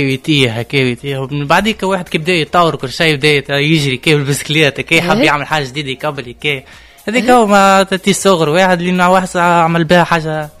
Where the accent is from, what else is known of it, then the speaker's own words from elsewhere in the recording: Tunisia; نحب نشرف بلادي تونس